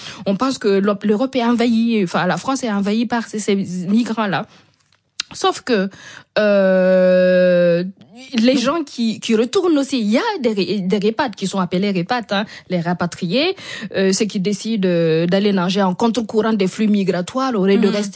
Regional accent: Burkina Faso; beaucoup de pays africains l'ont compris, notamment chez moi au Burkina

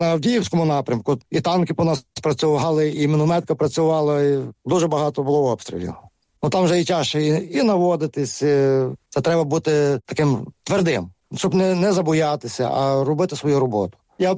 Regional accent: Volyn Oblast, Ukraine; Я сам з Волині, з Рішенського району.

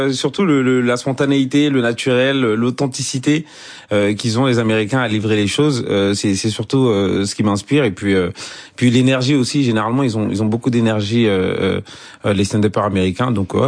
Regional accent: Côte d’Ivoire; moved away; Et moi, l'époque où j'ai quitté la Côte d'Ivoire et l'accent aujourd'hui, ça a bien évolué.

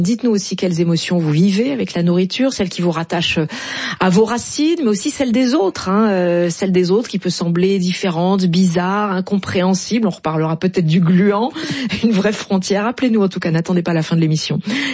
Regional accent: Haiti; now in abroad; En tant qu'haïtienne, même si je ne suis pas au pays, ça me ramène à ma terre. En tant qu'expatriée, je cherche toujours les saveurs locales.

